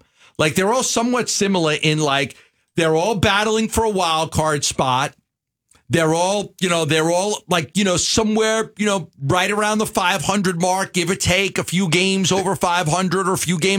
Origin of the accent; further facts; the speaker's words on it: New York, United States; now in Phoenix, United States; I wasn't really a Phoenician. I was a New Yorker. I was a kid from New York doing a show.